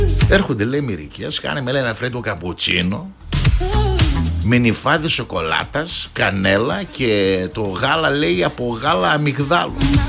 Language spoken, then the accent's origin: Greek; Greece; εκεί στον Άγιο Χριστόφορο Χωσερών, το χωριό μου.